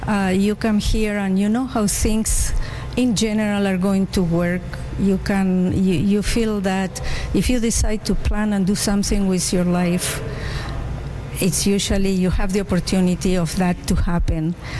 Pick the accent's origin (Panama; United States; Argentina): Argentina; English is a second language; now in Canada; I moved from Argentina.